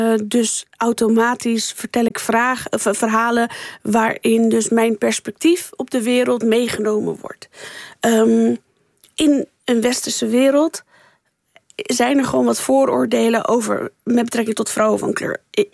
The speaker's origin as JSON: {"language": "Dutch", "town": "Rotterdam", "region": "South Holland", "country": "Netherlands", "said": "Ik kom zelf uit een grootstedelijk gebied. Ik kom uit Rotterdam."}